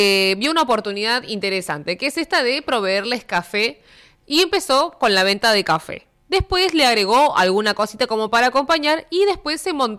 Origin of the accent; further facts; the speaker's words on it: Argentina; Como argentinos siento que tenemos ese poder y estamos acostumbrados medio a estar cagadito a palos todo el tiempo